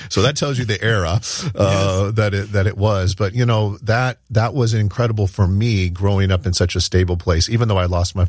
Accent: Dayton, Ohio, United States; also born or lived in Key West, Florida; we moved from Key West, Florida, where he was stationed, all the way up to Dayton, Ohio, where my grandparents had retired.

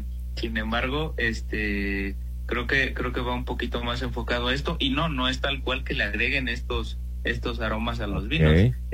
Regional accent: Mexico

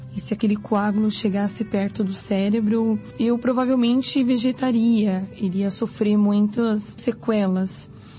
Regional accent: São Paulo, Brazil; eu sou do bairro de Sacomã, São Paulo, hoje tenho 22

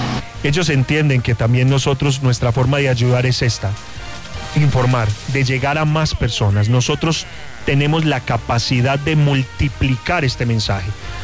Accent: Pereira, Risaralda, Colombia; esos somos los pereiranos

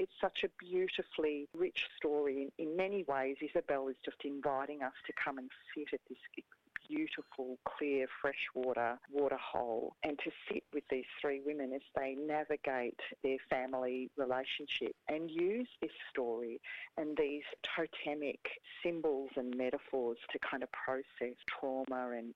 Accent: Victoria, Australia; moved away as an adult; now in Melbourne, Australia; I'm a Yorta Yorta Gunno Kurnai woman. I grew up on Yorta Yorta country, up there in northeast Victoria, in inland freshwater country.

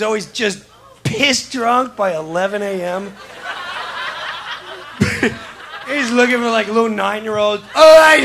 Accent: New York, United States; born or raised there

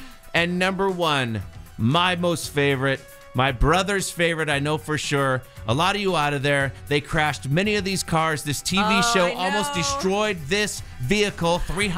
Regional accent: Seattle, Washington, United States; And I'm from Seattle. We were like begging our parents.

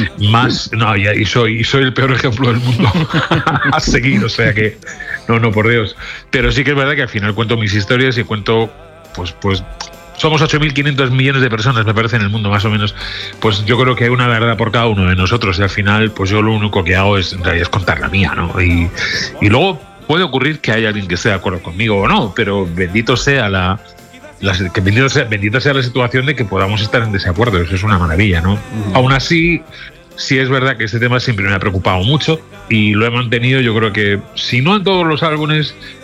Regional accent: Alicante, Valencian Community, Spain; moved away as an adult; also born or lived in Madrid; aunque nací es en Madrid, pero luego me fui muy, muy crío, con 6-7 años me fui a vivir a Alicante. Y desde esa edad, más o menos, hasta los, un poco antes inclusive, hasta los 18, que ya me voy a ir a Valencia

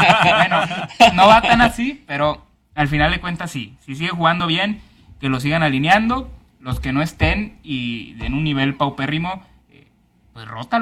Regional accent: Mexico; incluso como mexicano

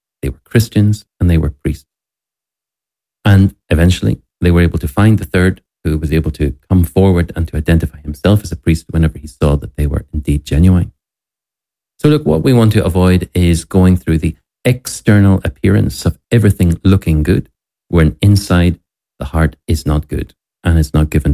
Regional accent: Ireland; that an Irish nun simply could not believe afterwards that I was actually from the same country as her.

